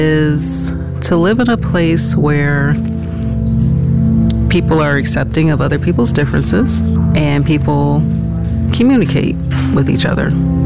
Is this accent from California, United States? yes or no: no; Indianapolis, Indiana, United States; I'm from Indianapolis.